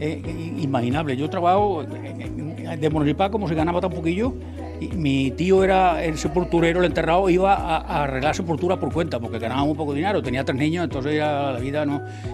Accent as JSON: {"language": "Spanish", "town": "Montilla", "region": "Andalusia", "country": "Spain", "tie": "born there", "said": "Yo soy de Montilla, nacido en Montilla"}